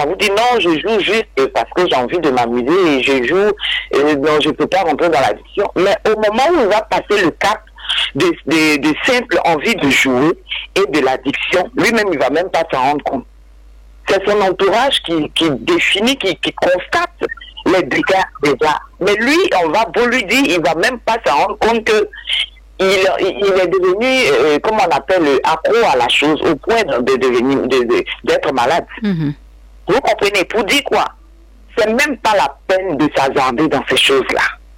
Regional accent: Côte d’Ivoire; chez nous en Côte d'Ivoire

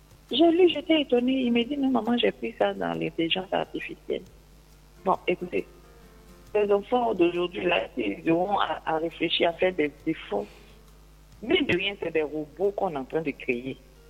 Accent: Côte d’Ivoire; comme on pourrait le dire chez nous en Côte d'Ivoire.

